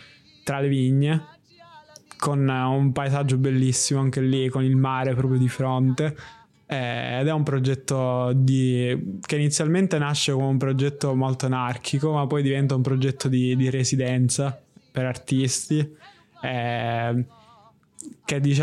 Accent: Sicily, Italy; moved away; perché appunto è nato nella mia città natale.

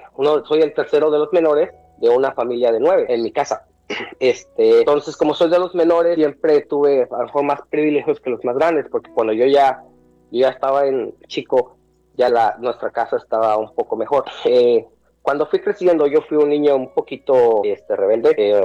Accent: Ocareo, Michoacán, Mexico; moved away as an adult; now in Atlanta, United States; Estoy transmitiendo desde Atlanta, Georgia. Nací en México, en un pequeño pueblo que se llama Ocareo, Michoacán. Tengo 25 años en este país. Regresé muy joven, me vine muy joven de México.

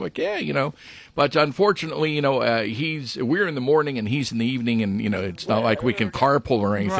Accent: Niles, Ohio, United States; moved away as an adult; also born or lived in Jersey Shore; now in Girard, United States; I was born and raised in Niles, Ohio, spent some time at the Jersey Shore, and now I'm back in Ohio.

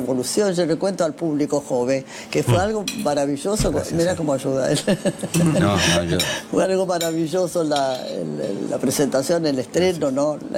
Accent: Villa Cañas, Santa Fe, Argentina; que yo soy de Villa Cañas, provincia de Santa Fe?

